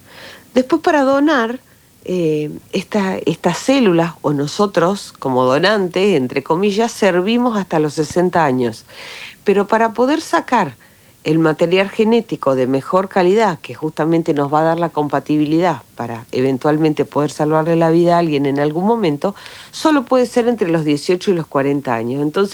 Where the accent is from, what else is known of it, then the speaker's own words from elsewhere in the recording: Argentina; Tanto como que nosotros hemos, como argentino, donado para una persona que estaba esperando en otro continente o viceversa.